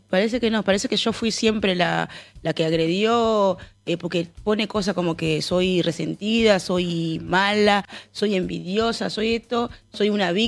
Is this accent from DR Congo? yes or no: yes; DR Congo; now in Argentina; está en mi país